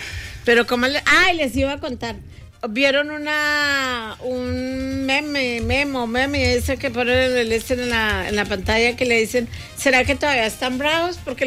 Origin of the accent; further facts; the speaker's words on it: Colombia; yo soy colombiana